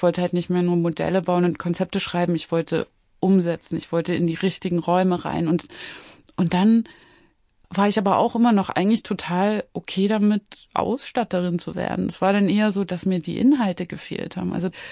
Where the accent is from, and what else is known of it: Zwickau, Saxony, Germany; born or raised there